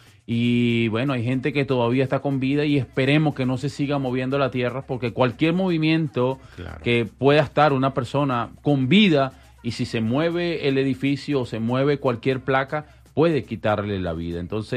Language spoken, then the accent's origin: Spanish; Venezuela; now in Las Vegas, United States; muy agradecido de todo corazón como venezolanos.